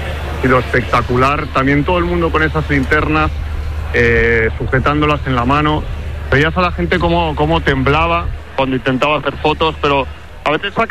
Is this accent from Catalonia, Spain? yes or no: yes; Barcelona, Catalonia, Spain; me siento muy orgulloso de ser de Barcelona, de haber vivido muchos años en este barrio de Barcelona, en esta parte de Barcelona